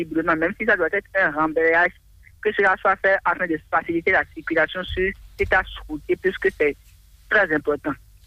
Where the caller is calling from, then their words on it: Agome, Benin; Je vous appelle depuis Agome.